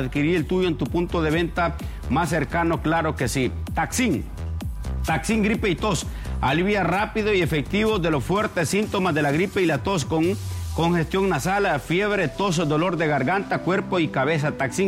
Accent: La Libertad, Comayagua, Honduras; born there; allá en mi pueblo, La Libertad, Comayagua

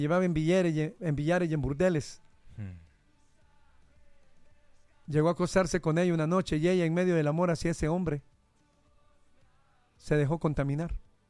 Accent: Honduras

